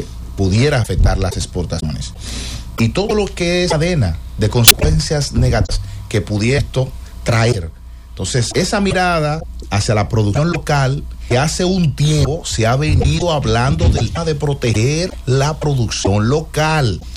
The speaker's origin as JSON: {"language": "Spanish", "country": "Dominican Republic"}